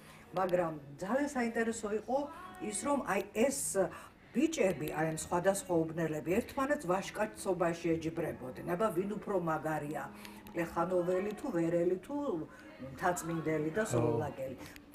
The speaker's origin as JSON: {"language": "Georgian", "region": "Tbilisi", "country": "Georgia", "tie": "born there"}